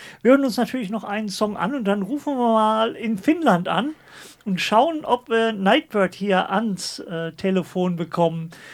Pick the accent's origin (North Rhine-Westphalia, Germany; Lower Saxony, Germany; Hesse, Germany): North Rhine-Westphalia, Germany; ich sage immer noch, ich komme aus dem Ruhrgebiet, ich habe das immer als Dehnungs-E im Kopf